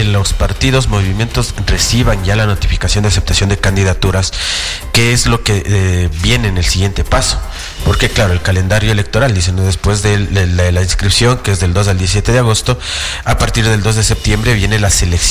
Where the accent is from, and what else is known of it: Ecuador